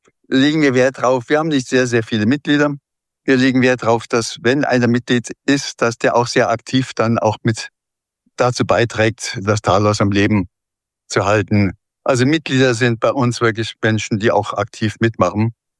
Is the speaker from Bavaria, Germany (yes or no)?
yes; Bavaria, Germany; also born or lived in Munich; now in Wiesbaden, Germany; Ich bin ein Bayer und bleibe Bayer.